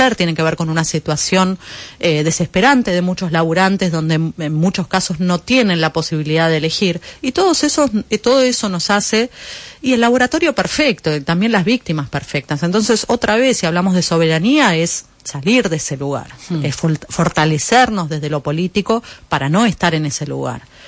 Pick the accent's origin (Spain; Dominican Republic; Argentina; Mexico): Argentina; qué nos queda a nosotros como argentinos, qué nos queda a nosotros como latinoamericanos en esta región también